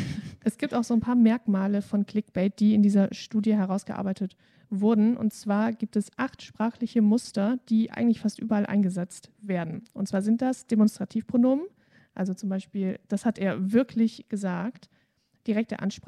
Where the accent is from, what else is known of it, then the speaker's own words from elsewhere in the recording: Swabia, Germany; born there; Ich bin auch Schwäbin, ja.